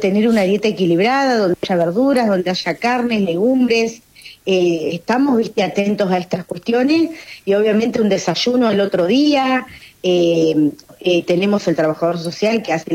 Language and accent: Spanish; Viedma, Río Negro, Argentina; born there; uno vive en Viedma, yo soy nacida en Viedma